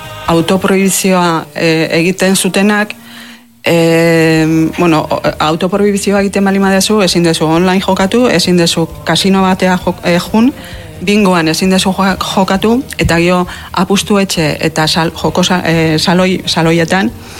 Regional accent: Errenteria, Basque Country, Spain; gure herrian, Errenterian, pues jendeantzako igual jokori gabeko egunean prestatu ditugu hitzaldiak

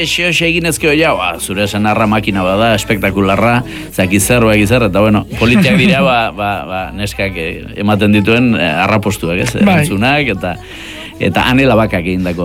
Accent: Errenteria, Basque Country, Spain; born there; ni Santa Clara kalean sortu nintzen Errenterian, horretan, eta Arkaitz Goiko kalean.

